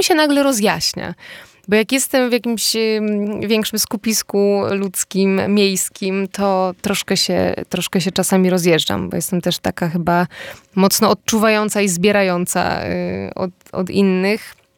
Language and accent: Polish; Subcarpathian Voivodeship, Poland; moved away; ja pochodzę z Bieszczad, a jeżdżę w Pieniny cały czas.